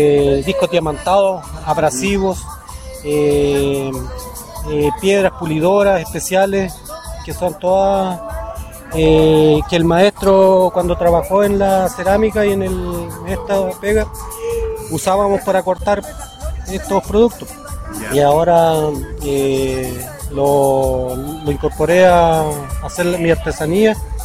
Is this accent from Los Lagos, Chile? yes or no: yes; Los Lagos, Chile; moved away; also born or lived in Santiago; Yo trabajé en Santiago, emigré de acá, de Los Lagos, emigré a Santiago, trabajé pegando cerámicos, porcelanatos, pavimentos.